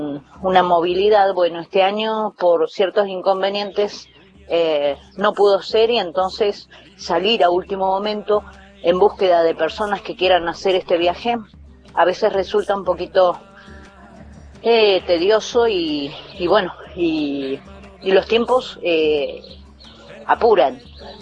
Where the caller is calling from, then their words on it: Ramos Mexía, Río Negro, Argentina; de Ramos Mexía